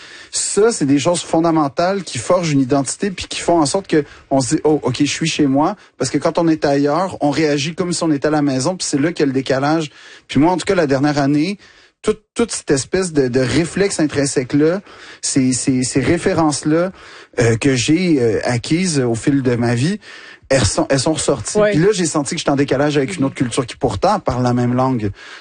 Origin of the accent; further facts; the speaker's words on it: Montreal, Quebec, Canada; moi, j'ai grandi dans l'West Island. Puis, ce qui veut dire que j'ai probablement grandi dans ce qui est le bastion anglophone du Québec, carrément.